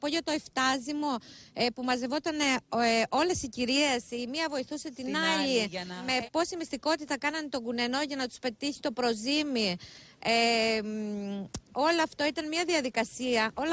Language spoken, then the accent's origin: Greek; Apostoloi, Crete, Greece; born or raised there